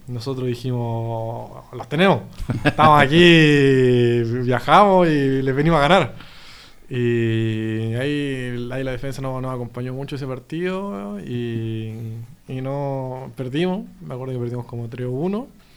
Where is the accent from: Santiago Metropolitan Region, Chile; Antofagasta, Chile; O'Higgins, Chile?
Santiago Metropolitan Region, Chile; Santiago; born there; also born or lived in Punta Arenas; Yo primero nací en Punta Arena, nos vinimos a vivir a Santiago con mi mamá.